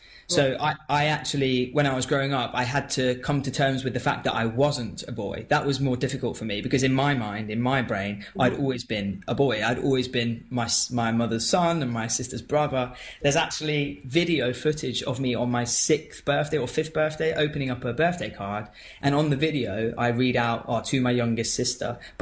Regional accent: Newquay, South West England, United Kingdom; born there; moved away as an adult; now in London, United Kingdom; I was born in Newquay and I moved to London to make music probably about 13, 14 years ago.

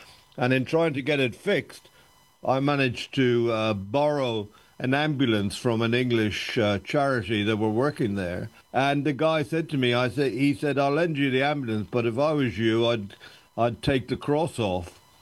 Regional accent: Ireland; I come from Ireland, where it's always had a history of difficulty with the northern part of the country based on religion.

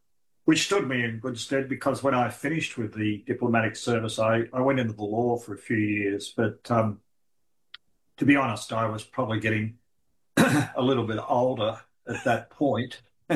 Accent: Australia; born there; Now I'm from English stock. I think my great grandfather was Cornish, although I was born in Australia myself and think of myself as Australian.

